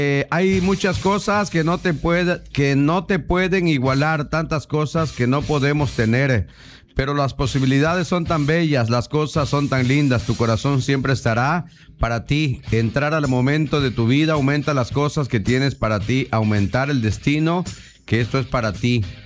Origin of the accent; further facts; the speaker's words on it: Tabasco, Mexico; aquí desde el sector 5. Eso, de mi tierra, Pomoca querida, Pomoca dorada.